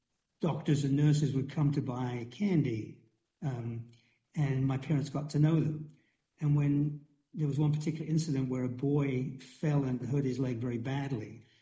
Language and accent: English; London, United Kingdom; I grew up in the East End of London, before it was a posh neighborhood, pretty run down. And my parents had a candy store, a sweet shop